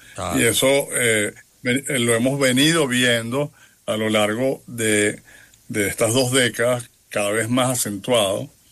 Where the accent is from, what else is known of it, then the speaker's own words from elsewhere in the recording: Venezuela; bueno, yo soy venezolano de origen, pero